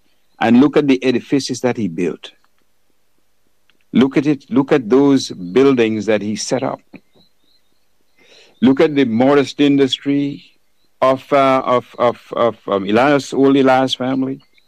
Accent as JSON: {"language": "English", "town": "Portsmouth", "region": "Saint John Parish", "country": "Dominica", "tie": "born or raised there", "said": "When I grew up in Portsmouth"}